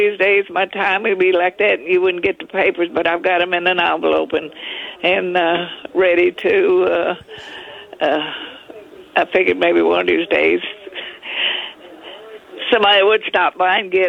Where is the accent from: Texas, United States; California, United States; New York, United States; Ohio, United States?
Texas, United States; Schulenburg; also born or lived in Freiburg, Texas; From Schulenburg. I was born out in Freiburg, Texas. That's out in the country.